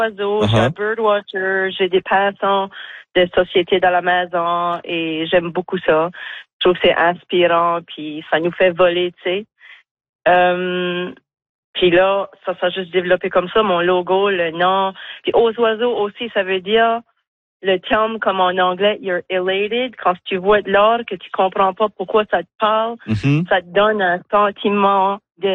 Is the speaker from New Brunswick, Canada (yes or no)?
yes; Grande-Digue, New Brunswick, Canada; moved away as an adult; now in Shediac, Canada; je vis à Grandigue, ça fait toute ma vie. Ben, il y a 6 mois, j'ai déménagé à Shédiac.